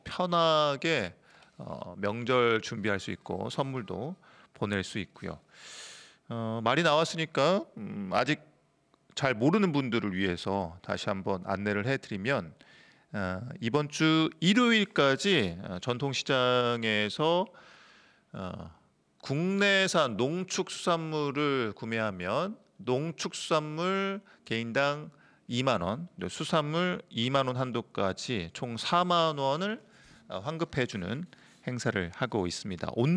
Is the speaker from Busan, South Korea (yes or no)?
no; Jeonju, North Jeolla, South Korea; moved away; 전주는 또 제가 전주 출신이라